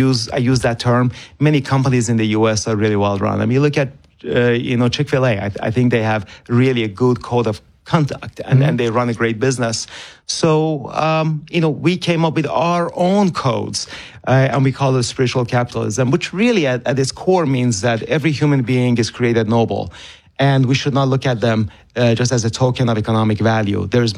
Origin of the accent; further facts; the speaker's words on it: Iran; moved away; as a kid growing up in Iran in the 1980s when the 8-year war was going on with Iraq, I had hope in one country.